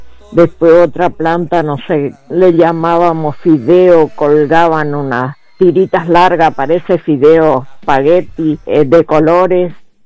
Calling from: Pilar, Buenos Aires Province, Argentina

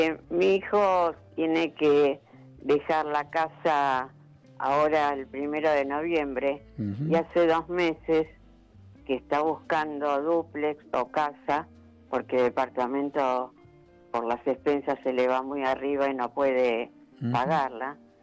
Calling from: Haedo, Buenos Aires Province, Argentina

